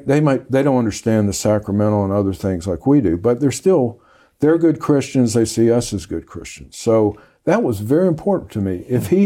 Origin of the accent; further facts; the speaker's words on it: the South, United States; I grew up in the South. You're Protestant or Catholic.